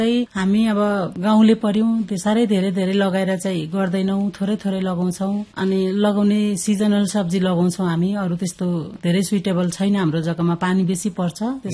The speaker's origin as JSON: {"language": "Nepali", "region": "Sikkim", "country": "India", "said": "म लिङ्गी पायुङबाट हो"}